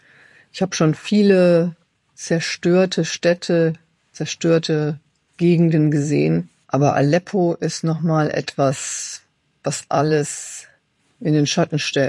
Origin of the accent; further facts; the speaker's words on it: Germany; wir als Deutsche